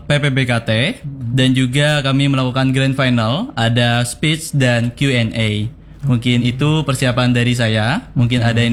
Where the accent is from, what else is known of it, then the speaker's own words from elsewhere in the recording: Kuala Kapuas, Central Kalimantan, Indonesia; karena kami di sini pendatang dari Kuala Kapuas.